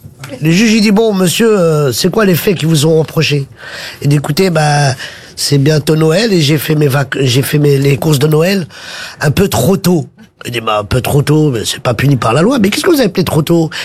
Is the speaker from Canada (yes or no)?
no; Paris, Île-de-France, France